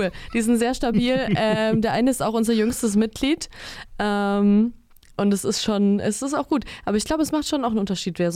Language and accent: German; Swabia, Germany; now in Thuringia, Germany; ich komme nämlich aus Schwaben.